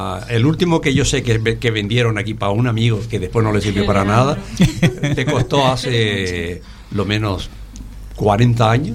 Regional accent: Las Palmas de Gran Canaria, Canary Islands, Spain; born there; Yo es que nací, y se puede decir, aunque nací en Tafira Alta, tierra de volcanes y de picón y de todo eso.

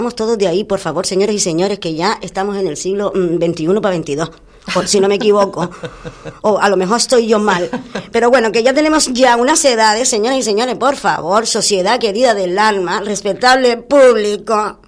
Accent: Canary Islands, Spain; Tú sabes que yo soy muy canaria

